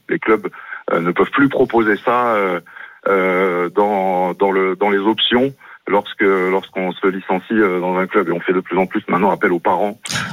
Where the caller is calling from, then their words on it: Hauts-de-France, France; Je vous appelle de la région Hauts-de-France.